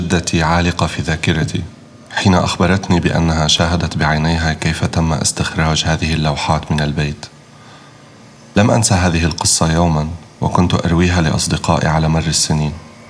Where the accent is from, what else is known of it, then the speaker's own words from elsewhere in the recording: Syria; now in Berlin, Germany; أنا مهندس معماري وفنان متعدد التخصصات. أنا من سوريا وأعيش في برلين.